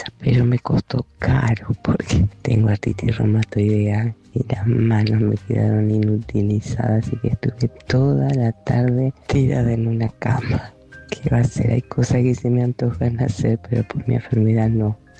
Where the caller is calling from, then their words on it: Pergamino, Buenos Aires Province, Argentina; de Pergamino.